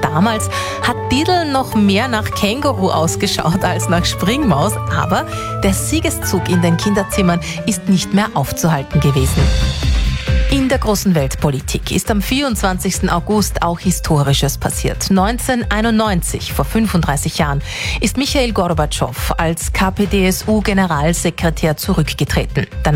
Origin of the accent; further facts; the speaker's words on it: Austria; Ja, auch bei uns in Österreich Platz 1 in den Charts.